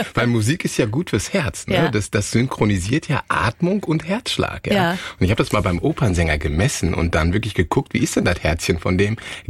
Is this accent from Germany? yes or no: no; Ghana; Nee, der Daddy ist aus Ghana gekommen. Ja. Mhm. Wir kommen aus Ghana, Mama auch.